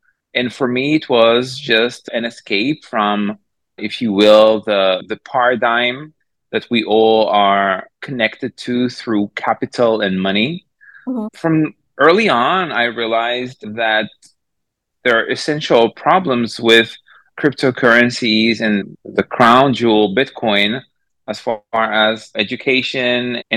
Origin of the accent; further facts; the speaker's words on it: Israel; also born or lived in New York; now in Tel Aviv, Israel; Basically, I was born here in Israel 44 years ago. I basically lived here until I was 21. After the military service, I basically moved to New York